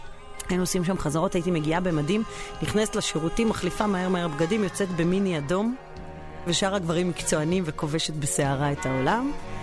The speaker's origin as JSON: {"language": "Hebrew", "town": "Jerusalem", "region": "Jerusalem District", "country": "Israel", "moved": "yes", "said": "חזרתי הביתה כמו ירושלמית טובה"}